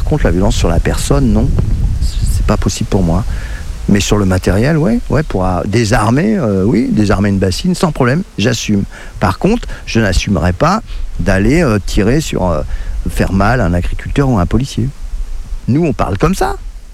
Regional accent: Saint-Nazaire, Pays de la Loire, France; moi je viens de Saint-Nazaire en Loire-Atlantique

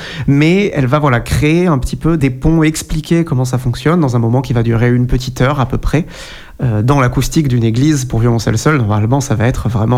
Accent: Martinique; Parce que j'ai grandi en Martinique et que j'ai eu la chance d'avoir l'enseignement d'une professeure cubaine pendant quelques années.

